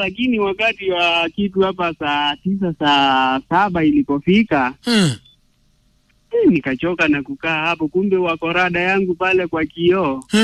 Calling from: Kenya; Mimi niko Birika.

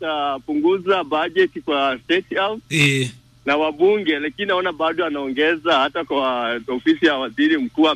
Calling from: Nairobi, Kenya; nimetoka Kawangware. Nimefika hapa Zambezi

